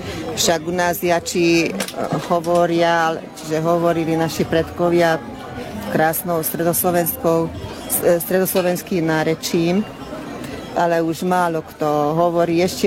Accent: Hungary; Ja som rodená Gutianka, takže my sme sa doma schovárali s nimi po slovensky.

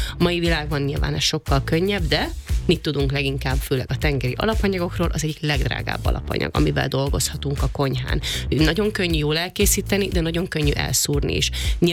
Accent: Szekszárd, Tolna, Hungary; born or raised there

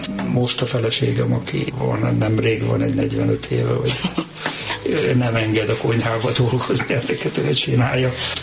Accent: Budapest, Hungary; 47-ben születtem Budapesten, egy pincelakásba éltem 10 évig szüleimmel.

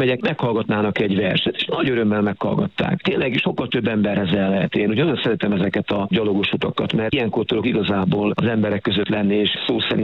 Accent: Kunszentmiklós, Bács-Kiskun, Hungary; 2017-ben Kunszla Miklósról, az én szülővárosomból gyalogoltam el a horvátországi Szent Lászlóba

